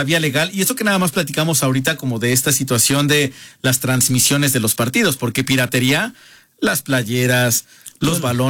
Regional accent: Mexico

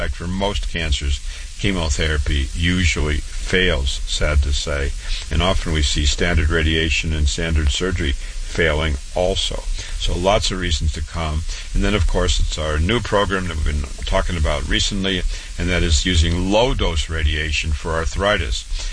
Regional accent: Waterloo, Iowa, United States; born and raised in Waterloo, Iowa. Went to public school, MD at 25

